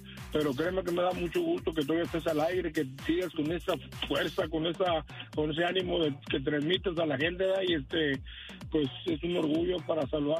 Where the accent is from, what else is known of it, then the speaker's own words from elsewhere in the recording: Salinas, California, United States; yo no sé si te acuerdas de mí, que … de Salinas, California.